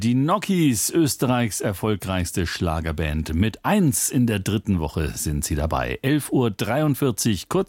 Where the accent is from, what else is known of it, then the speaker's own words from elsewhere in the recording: Bavaria, Germany; Liebe Grüße in meine Heimat, die Oberpfalz.